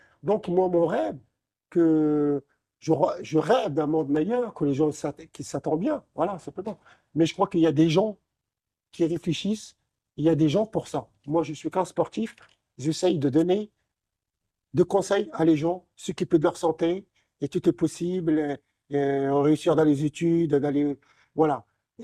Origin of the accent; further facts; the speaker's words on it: Morocco; Dès qu'ils voient que je suis marocain, ils sont contents.